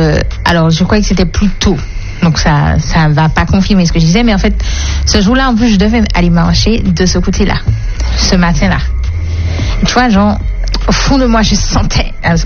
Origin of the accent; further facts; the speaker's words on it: Martinique; Oui, je suis une vraie Martiniquaise dans l'âme, le corps et l'esprit.